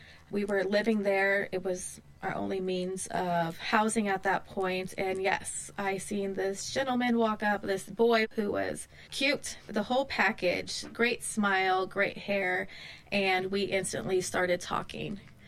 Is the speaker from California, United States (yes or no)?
yes; Hayward, California, United States; I grew up in the Bay Area from Hayward. I think I've lived in every inch of Hayward that you could think of.